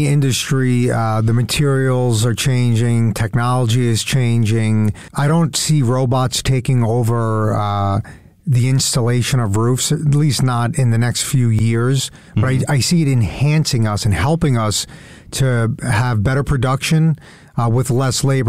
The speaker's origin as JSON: {"language": "English", "town": "Mount Sinai", "region": "New York", "country": "United States", "tie": "born or raised there", "said": "Yeah, so I grew up in Mount Sinai, New York, 5 siblings, great parents."}